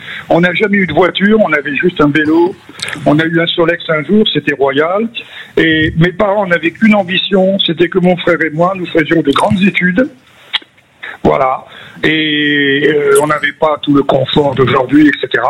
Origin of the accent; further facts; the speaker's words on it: Homécourt, Grand Est, France; now in Bordeaux, France; Je vivais dans un village qui s'appelait Omécourt, 8000 habitants.